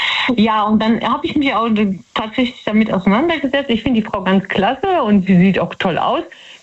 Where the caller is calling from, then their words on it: Betzdorf, Rhineland-Palatinate, Germany; Aus Betzdorf.